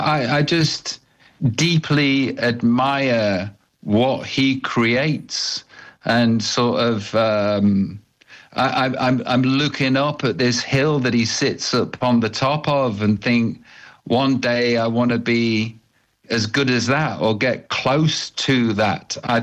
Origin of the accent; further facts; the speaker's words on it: United Kingdom; I'm British